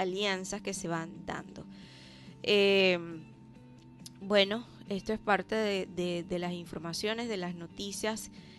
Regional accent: Venezuela

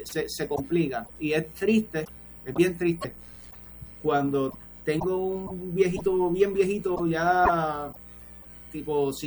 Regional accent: Puerto Rico; nos gusta como puertorriqueños

